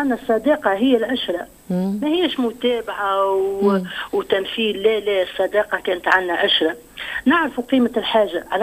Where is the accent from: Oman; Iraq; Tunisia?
Tunisia; Jerissa, Kef Governorate; وحتى الحومة اللي نسكن فيها حي صنوبر الجديد في جريسة